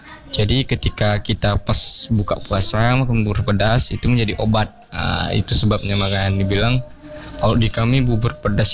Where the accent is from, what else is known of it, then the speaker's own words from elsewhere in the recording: North Sumatra, Indonesia; born there; Di kampung saya, khususnya di desa Kelurahan Inekiri, Kecamatan Secanggang itu